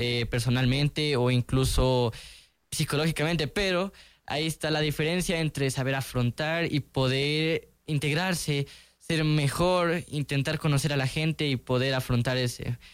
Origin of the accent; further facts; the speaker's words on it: Ecuador; lo que somos los ecuatorianos